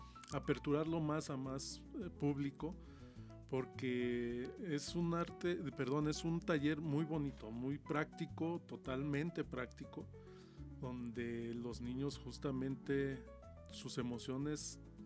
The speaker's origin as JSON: {"language": "Spanish", "region": "Mexico City", "country": "Mexico", "tie": "born or raised there", "moved": "as an adult", "lives_now": "Zacatecas, Mexico", "said": "yo soy de la Ciudad de México y empecé desde muy niño"}